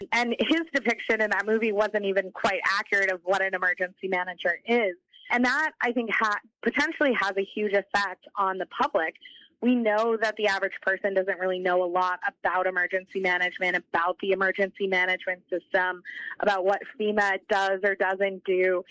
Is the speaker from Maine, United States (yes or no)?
yes; Maine, United States; Yeah, so I grew up in Maine, very far removed from Katrina and the levee failure down in New Orleans.